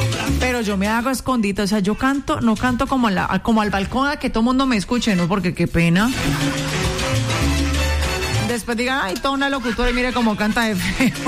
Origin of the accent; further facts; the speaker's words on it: Cali, Valle del Cauca, Colombia; nos unimos más como caleños